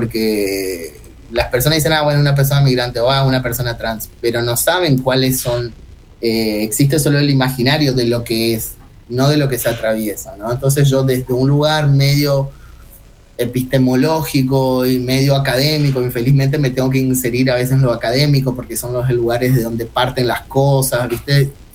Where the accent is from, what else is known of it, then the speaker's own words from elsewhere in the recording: Chaco, Argentina; now in Brazil; yo soy ahí de Chaco.